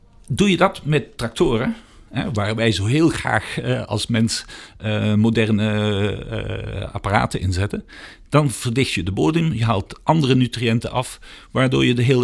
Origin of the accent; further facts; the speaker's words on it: Antwerp, Flanders, Belgium; Antwerpen, het grenspark waar ik vandaan kom